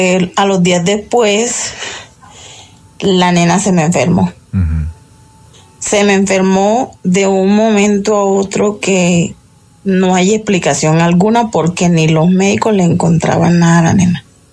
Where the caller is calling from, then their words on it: Medellín, Antioquia, Colombia; de aquí, desde Medellín.